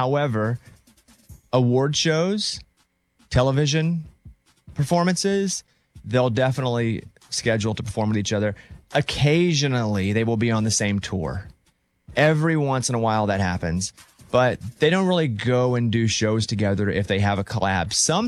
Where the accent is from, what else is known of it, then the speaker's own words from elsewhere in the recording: Mountain Pine, Arkansas, United States; we did that in Mountain Pine, my hometown, in the auditorium, the same auditorium that I did plays in, Grease.